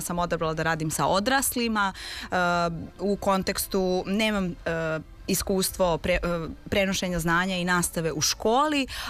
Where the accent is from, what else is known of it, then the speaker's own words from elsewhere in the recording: Serbia; kad vas sretnu u taksiju i pitaju odakle ste, kažem iz Srbije, oni kažu, a dobro, naša braća, vi nam jedini niste uveli sankcije.